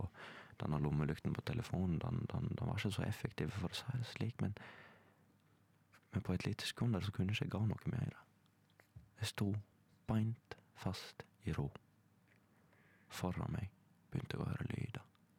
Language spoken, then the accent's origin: Norwegian; Leikanger, Vestland, Norway; så ser jeg fjorden hjemme i Leikanger. Fint var det, og vakkert var det, og jeg fikk en sånn følelse av, herregud, jeg må komme med heimatte.